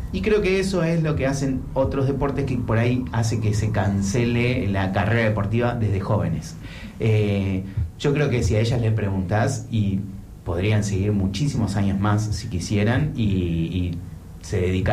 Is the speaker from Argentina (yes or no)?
yes; Argentina; moved away as an adult; now in Trelew, Argentina; Yo soy de Buenos Aires